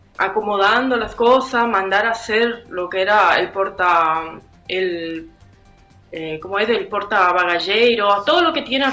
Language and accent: Spanish; Fracrán, Misiones, Argentina; also born or lived in San Vicente; now in Brazil; yo me vine a Brasil hace un par de meses atrás por la situación económica que estaba pasando, porque yo soy de Fracrán, pero vivía en San Vicente.